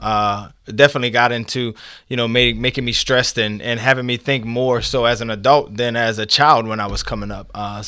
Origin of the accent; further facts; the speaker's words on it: New Iberia, Louisiana, United States; I come from New Iberia, Louisiana.